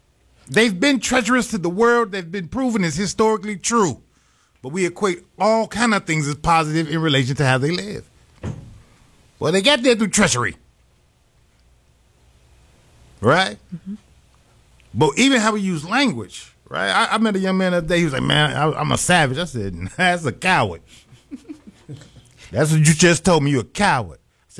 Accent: Chicago, Illinois, United States; I'm from Burnside. I grew up in that area.

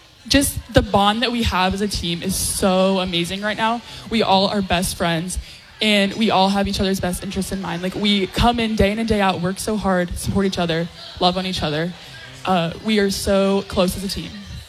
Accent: Wapakoneta, Ohio, United States; moved away as an adult; also born or lived in Columbus, Ohio; now in Tuscaloosa, United States; Yes, so I'm from Wapakoneta, Ohio, really small town in Ohio.

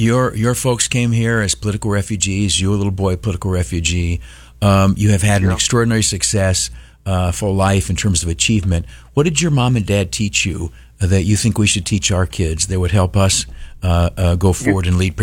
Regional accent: Florida, United States; moved away; I grew up down in Florida and such like that.

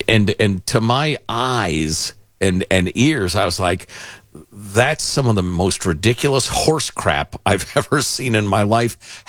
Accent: Chicago, Illinois, United States; born or raised there

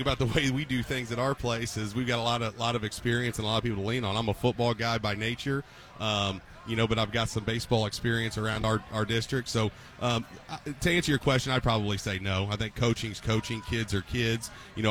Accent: Indianapolis, Indiana, United States; I'm from Decatur Township, grew up Decatur Central grad

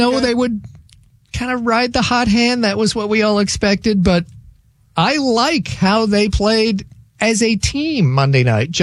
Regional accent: United States; I'm an American.

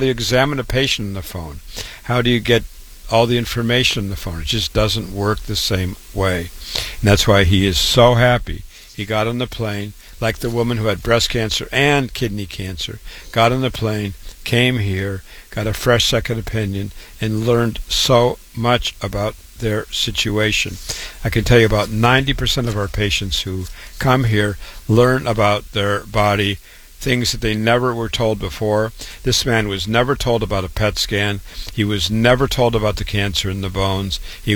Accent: Waterloo, Iowa, United States; born and raised in Waterloo, Iowa. Went to public school, university, MD at 25.

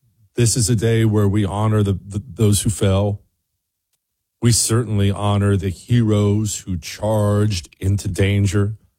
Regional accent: Bozeman, Montana, United States; My hometown is not what it was. It's not today what it was. Now, first of all, let's acknowledge this. Today, because Bozeman has changed, that doesn't change the fact that when I was there, it was a wonderful place to grow up, to be raised

